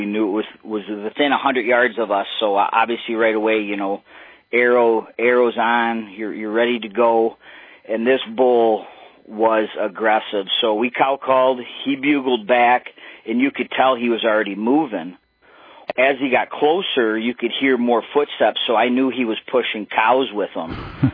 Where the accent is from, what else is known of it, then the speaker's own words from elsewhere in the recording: Michigan, United States; I grew up in Sebring on the Saginaw Bay